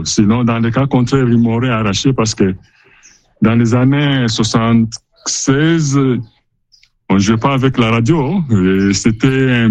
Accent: Lubumbashi, Haut-Katanga, DR Congo; born there; also born or lived in Zambia; Bon, je suis né en Zambie. Je suis venu au pays, à Lubumbashi, pour les études. J'y suis resté.

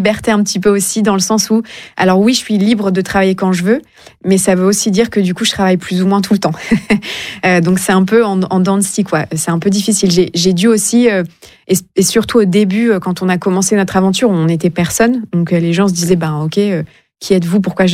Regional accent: Réunion, France; Évidemment, je suis française, mais j'ai grandi aussi à La Réunion. Donc, j'ai grandi dans une île, dans un dom-tom.

